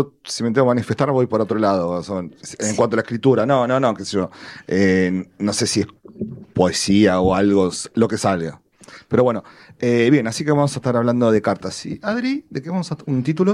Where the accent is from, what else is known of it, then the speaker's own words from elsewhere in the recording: Casilda, Santa Fe, Argentina; en Casilda, mi ciudad natal, ahí unos 50 kilómetros de Rosario.